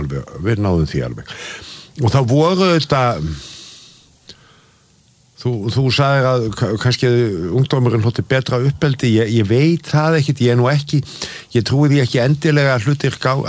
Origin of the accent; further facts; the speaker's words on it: Hveragerði, Southern Region, Iceland; born there; Nei, ég fættur þar